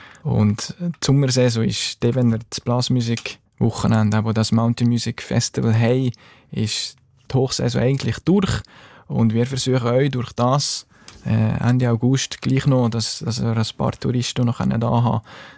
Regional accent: Grächen, Valais, Switzerland; now in Bern, Switzerland; Grächo ist und bleibt meine Heimat, wenn man in Bergo, so also ein kleines und schönes Bergdorf aufgewachsen ist. Die Heimat, das verliert man nie und ich habe da so tolle Zeit, Jugendzeit erlebt.

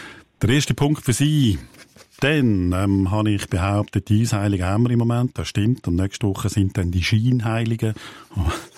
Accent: Aargau, Switzerland; Noch ein Mundartwort aus dem Aargau, aus meiner Heimat.

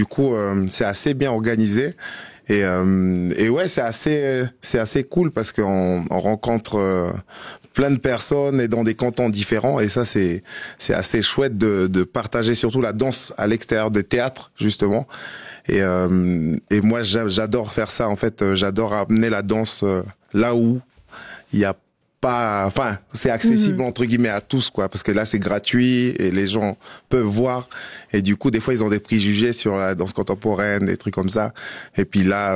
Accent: New Caledonia

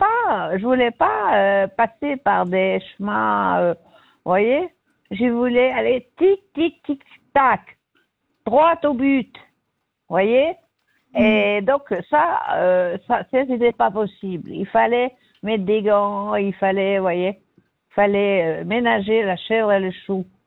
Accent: Switzerland; je suis dans un pays libre, je suis suisse, je ne suis pas à vendre et je défends mon patrimoine, je défends ma Suisse

